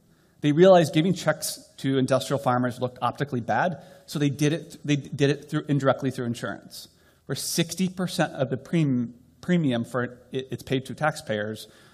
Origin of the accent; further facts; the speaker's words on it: Iowa, United States; I grew up in Iowa